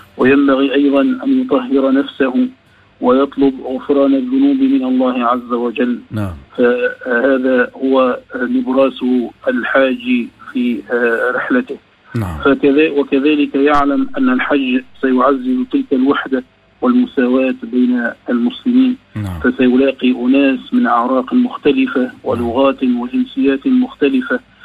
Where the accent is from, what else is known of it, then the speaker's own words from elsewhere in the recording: Tunisia; بلدنا تونس،